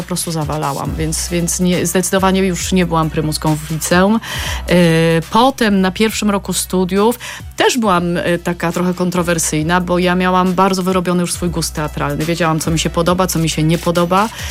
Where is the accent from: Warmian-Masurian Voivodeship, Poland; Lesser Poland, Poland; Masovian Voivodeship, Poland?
Lesser Poland, Poland; Kraków; wychowywałam się w artystycznym Krakowie